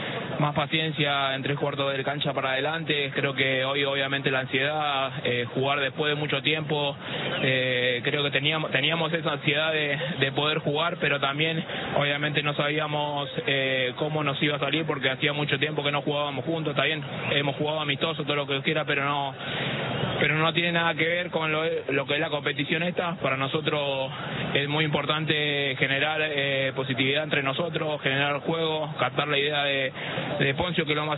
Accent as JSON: {"language": "Spanish", "country": "Argentina", "said": "como argentinos sabemos de lo que es Leo para nosotros"}